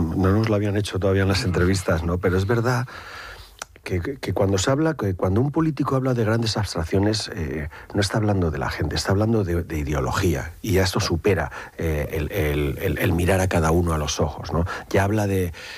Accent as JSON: {"language": "Spanish", "region": "Basque Country", "country": "Spain", "said": "Yo soy vasco."}